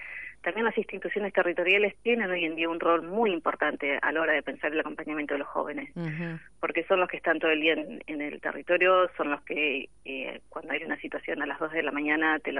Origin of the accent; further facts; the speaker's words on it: Argentina; los problemas más macro que tenemos como Argentina